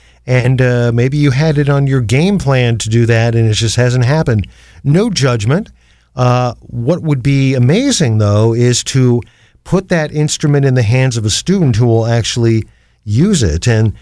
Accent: Canton, Ohio, United States; born or raised there

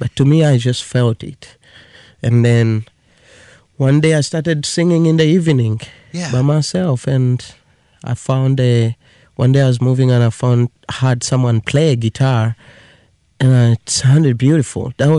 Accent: Uganda; moved away; Growing up in Uganda, grew up in a family of two sisters and parents.

